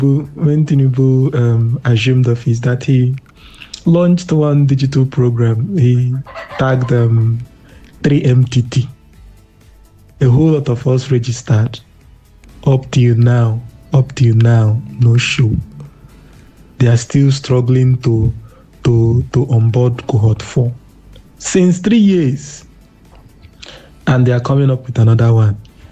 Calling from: Abia, Nigeria; I'm calling you from Abia State.

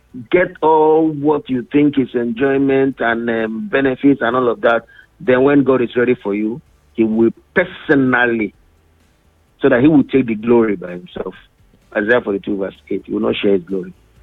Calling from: Lagos, Nigeria; I'm calling from Ikoyi.

